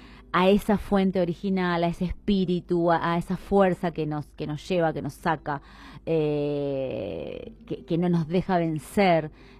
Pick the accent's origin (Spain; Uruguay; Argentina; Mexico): Argentina; Y nuestro país, porque somos argentinos